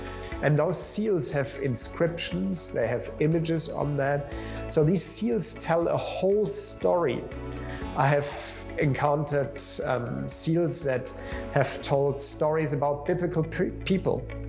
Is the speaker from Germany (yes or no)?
yes; southern Germany, Germany; moved away as an adult; also born or lived in Berlin / Austria / South Africa; We then moved into the south of Germany. I grew up there.